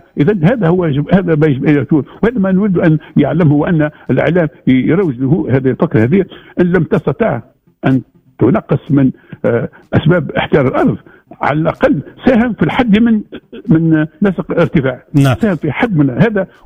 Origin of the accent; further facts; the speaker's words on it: Tunisia; احنا يلزمنا عندنا في تونس هنا